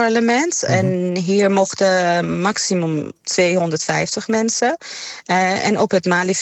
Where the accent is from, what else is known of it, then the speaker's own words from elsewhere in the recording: Iran; moved away; De meeste Iraniërs die wij als Iraniërs zelf ervaren